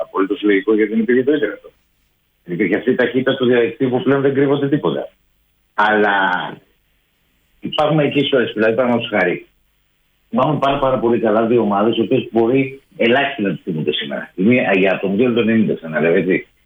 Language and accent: Greek; Argos, Peloponnese, Greece; Αλλά το χωριό που έχουν γίνει τα γυρίσματα είναι η Καριά Αργολίδος και από εκεί κατάγομαι. Εγώ μεγάλωσα στο Άργος